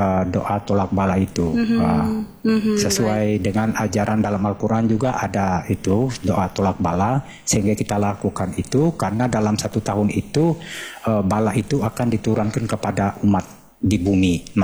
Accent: North Kalimantan, Indonesia; Kelangkang itu dilakukan, itu merupakan salah satu tradisi budaya kami orang Tidung.

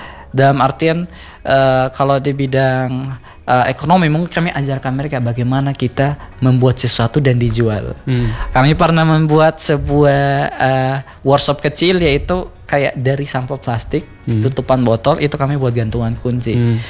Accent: Soe, East Nusa Tenggara, Indonesia; Dalam artian saya sendiri di daerah saya atau tempat saya tinggal di saya dari Soe.

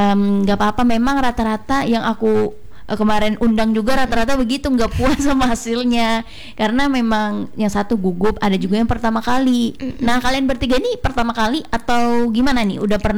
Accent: Jakarta, Indonesia; also born or lived in Medan; now in Palangka Raya, Indonesia; aku juga orang Medan sebenarnya. Aslinya ya, tapi memang besarnya di Jakarta gitu. Merantau ke sini memang hobi kemana-mana gitu ya.

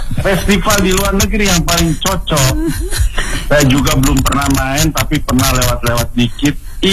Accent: Tangerang, Banten, Indonesia; Saya orang Banten, saya bukan orang Jakarta.

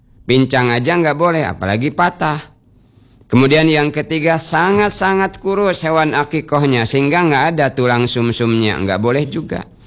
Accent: Bangka Belitung Islands, Indonesia; kata kita orang Bangka

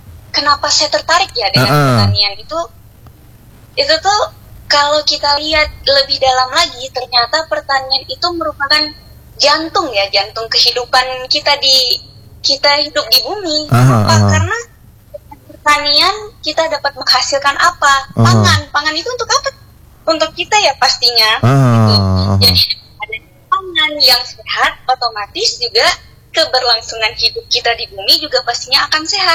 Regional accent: Banda Aceh, Aceh, Indonesia; now in Meulaboh, Indonesia; Kalau saya dari Banda Aceh.

